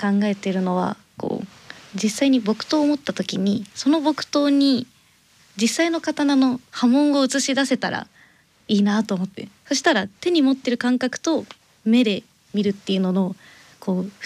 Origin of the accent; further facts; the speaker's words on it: Yamanashi, Japan; now in Nonoichi, Japan; 地元は山梨県です。